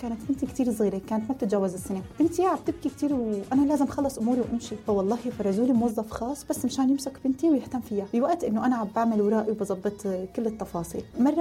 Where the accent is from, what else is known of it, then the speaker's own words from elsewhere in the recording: Syria; now in Turkey; يعني نحن هون كسوريين ما لنا مشكله غير عنصريه